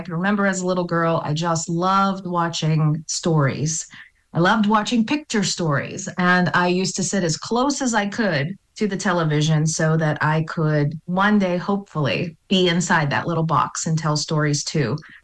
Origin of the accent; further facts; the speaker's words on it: McKees Rocks, Pennsylvania, United States; Well, I grew up in McKees Rocks